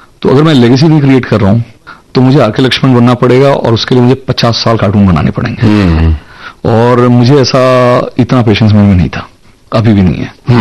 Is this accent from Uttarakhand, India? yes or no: no; Matabira, Odisha, India; also born or lived in Bhilai; तब तक हम उड़ीसा शिफ्ट हो चुके थे भिलाई से, और ये बहुत छोटा सा गांव था, इसका नाम माताबिरा है। मतलब वहां पर … माताबिरा लिख के चिट्ठी डालिए मेरे घर आ जाती थी